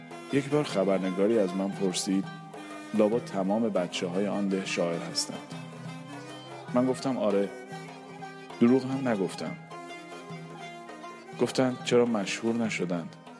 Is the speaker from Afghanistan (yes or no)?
no; Iran; born there; moved away; من در دهکده‌ای در کنار دریاچه ارومیه به دنیا آمدم.